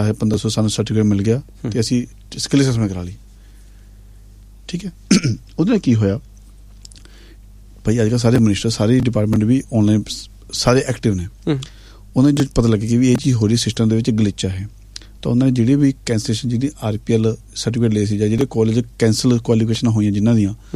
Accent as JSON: {"language": "Punjabi", "town": "Patiala", "region": "Punjab", "country": "India", "moved": "yes", "said": "ਮੈਂ ਖੁਦ ਪਟਿਆਲੇ ਤੋਂ ਹਾਂ ਮੈਂ ਪੰਜਾਬੀ ਐਮ ਐਫ ਹਾਂ"}